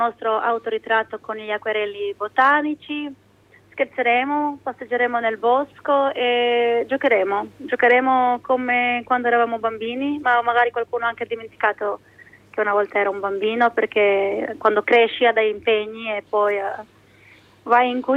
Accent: Vertaneglia, Istria County, Croatia; born there; also born or lived in Villanova; sono nata qua, sono nata a Vertaneglia, poi sono venuta a vivere a Villanova, dove vivevano prima mia mamma e i miei nonni.

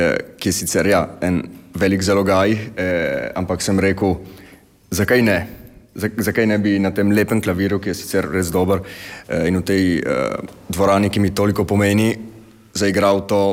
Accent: Trieste, Friuli-Venezia Giulia, Italy; now in Karst, Italy; Jaz sem se rodil v Trstu, pol v Barkovlje sem se preselil v mladih letih

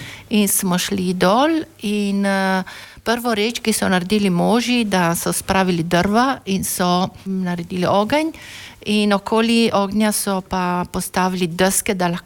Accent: Resia, Friuli-Venezia Giulia, Italy; 11 let sem bila stara takrat, torej jaz sem iz Solbice

